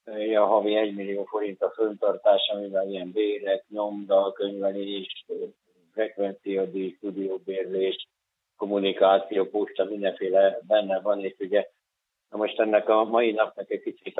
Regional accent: Somogy, Hungary; Ugye mifelénk Somogyba, ahonnan én származom, ugye az a mondás járja

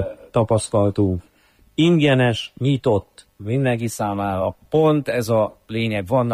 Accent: Veszprém, Veszprém County, Hungary; Mi feleségemmel együtt veszprémiek vagyunk, minden emlékünk ide köt

